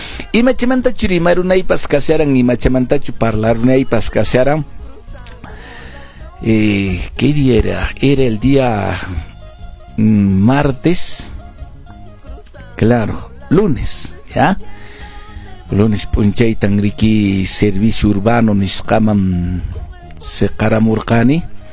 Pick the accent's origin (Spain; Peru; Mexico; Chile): Peru; Cusco; Avenida Santiago, somos cusqueños